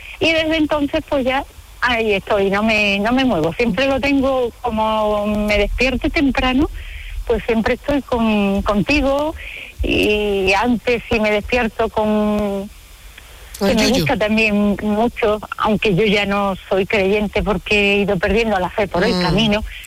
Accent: San Fernando, Andalusia, Spain; Pero voy a San Fernando, que es mi pueblo, y estoy haciendo historia del arte, el segundo curso.

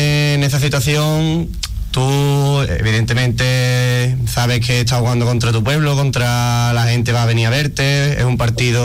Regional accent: Arcos de la Frontera, Andalusia, Spain; yo soy de aquí de Arco, pero estos años pues he estado jugando siempre en equipos de fuera

